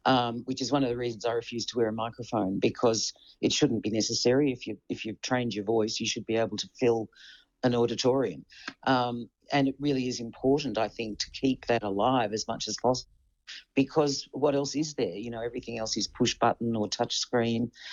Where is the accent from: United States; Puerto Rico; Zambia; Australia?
Australia; Melbourne, Victoria; born there; now in Queensland, Australia; It's my home now, and even though I was born in Melbourne.